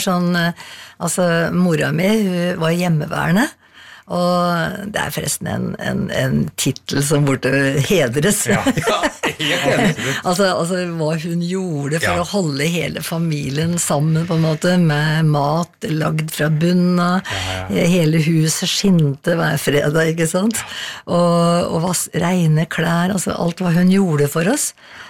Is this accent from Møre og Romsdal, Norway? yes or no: no; Skreia, Innlandet, Norway; now in Asker, Norway; jeg har liksom to sånne hjemsteder, føler jeg. Det er liksom Toten, altså Skreia, er liksom det er der jeg vokste opp, ikke sant? Så det er liksom røttene mine. Og så har jeg bodd nå i Asker, mye lenger da.